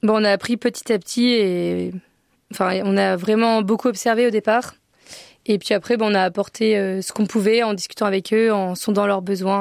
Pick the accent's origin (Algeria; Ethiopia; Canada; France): France; en tant que Français, Européen